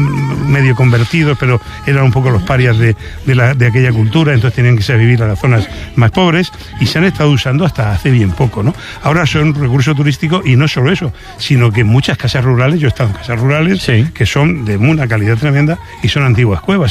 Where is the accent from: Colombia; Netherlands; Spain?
Spain; Region of Murcia; Es que no hablo catalán valenciano y encima soy de Murcia, que me como las S, ¿no? Entonces me resulta difícil.